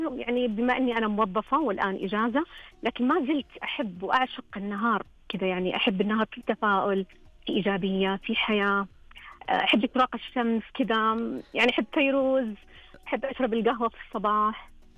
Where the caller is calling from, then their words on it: Taif, Makkah Province, Saudi Arabia; عندنا في الطائف